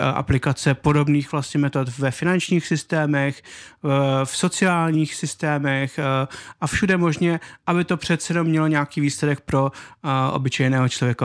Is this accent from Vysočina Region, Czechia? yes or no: yes; Jihlava, Vysočina Region, Czechia; moved away as an adult; also born or lived in Prague / China; now in Vienna, Austria